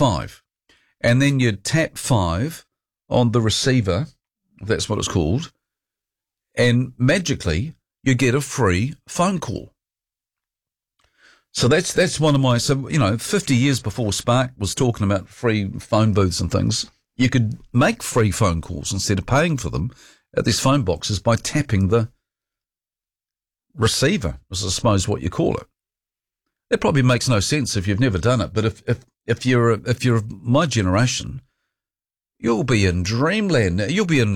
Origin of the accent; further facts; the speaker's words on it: Dunedin, Otago, New Zealand; growing up in Dunedin in the 1970s when I was